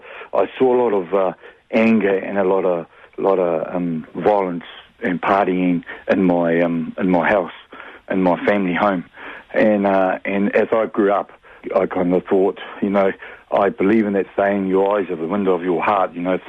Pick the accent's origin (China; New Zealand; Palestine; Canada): New Zealand; Hastings, Hawke's Bay; also born or lived in Australia / United States; I was born in Hawke's Bay. I'm always been a Kiwi dude, as you know, born and bred here.